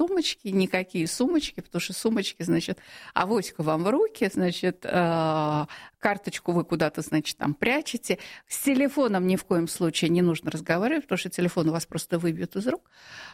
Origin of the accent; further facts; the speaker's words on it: Moscow, Russia; вернувшись в Москву, я была потрясена тем, насколько мой родной город безопасен.